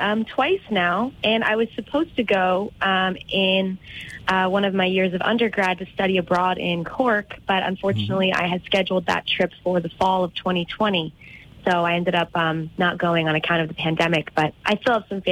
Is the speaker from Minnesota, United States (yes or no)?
no; Cleveland, Ohio, United States; moved away as an adult; also born or lived in Chicago; now in Boston, United States; Well, I'm a Midwestern girl. Originally, I grew up in Cleveland, Ohio, and then I spent about 6 years over in Chicago for university, and then I just moved to Boston in June, so I'm quite new to New England.